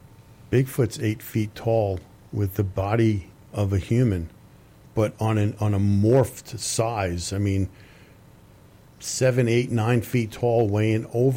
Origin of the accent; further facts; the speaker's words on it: Long Island, New York, United States; growing up in Long Island, New York